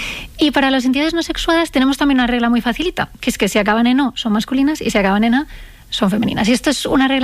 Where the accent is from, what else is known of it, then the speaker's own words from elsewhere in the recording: Madrid, Community of Madrid, Spain; No tengo pueblo. No. Yo soy más de Madrid que el Boca